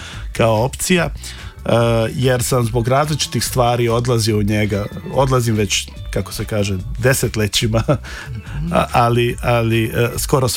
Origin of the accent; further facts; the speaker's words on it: Ljubljana, Central Slovenia, Slovenia; Ja sam živeo u više delova Ljubljane, ja sam dete iz tada istočnog pregrađa Moste, ja sam iz Most, ali kasnije sam živio u centru i sada živim na Kolezi.